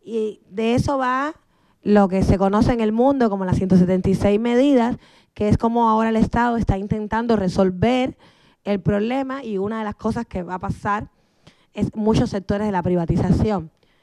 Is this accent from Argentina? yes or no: no; Cuba; creo que mi tierra es como la más linda del mundo y hay que saber la verdad de las luces y las sombras de Cuba